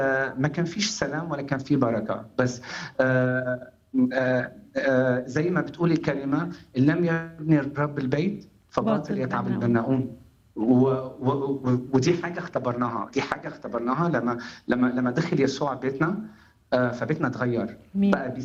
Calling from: France; نحن كابل عايشين بفرنسا زي اي كابل اوروبي،

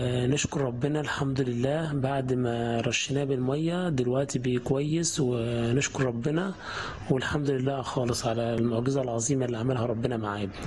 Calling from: Asyut, Asyut Governorate, Egypt

